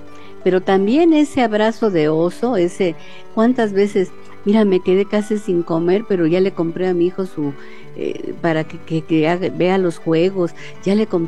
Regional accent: Mexico; debemos aterrizar como mexicanos

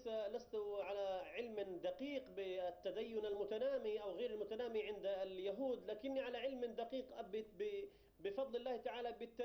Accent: Palestine; المجاهدون في بلادنا فلسطين ضربوا أروع الأمثلة وأرقى النماذج في تحقيق العبودية

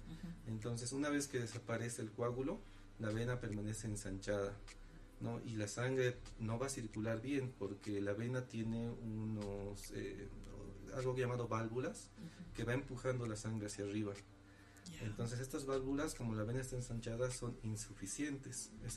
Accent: La Paz, Bolivia; Hay que ser solidarios como bolivianos, como paceños.

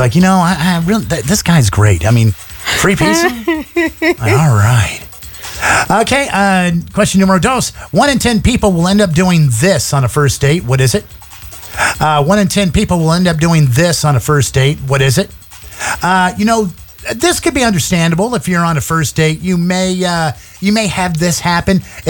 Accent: Mississippi, United States; No, just because I'm from Mississippi

